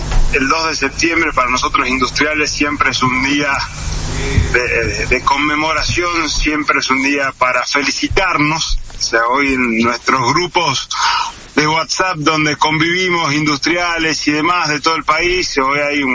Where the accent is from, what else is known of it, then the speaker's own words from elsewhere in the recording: Norte Grande, Argentina; como puede ser la nuestra, acá el Norte Grande